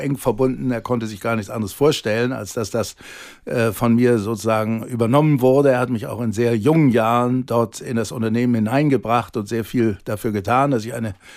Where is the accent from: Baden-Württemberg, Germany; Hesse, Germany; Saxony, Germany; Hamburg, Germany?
Hamburg, Germany; Ja, ich bin an der Bellevue aufgewachsen. Mein Vater hat dort im Jahr 1950 ein Haus gebaut und das war damals ein mutiger Entschluss.